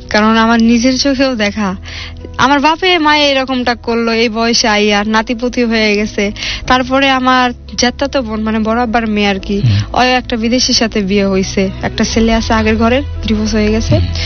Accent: Bogura, Rajshahi Division, Bangladesh; জি, বগুড়ায়।

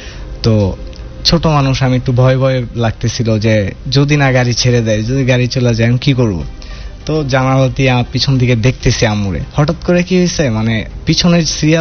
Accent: Narayanganj, Dhaka Division, Bangladesh; also born or lived in Mymensingh; আমি মাইনসিং থেকে বিলং করি, আর ছোটবেলার থেকে বেড়ে ওঠা নারায়ণগঞ্জে আমার আব্বুর জব পারপাসের কারণে আর কি।

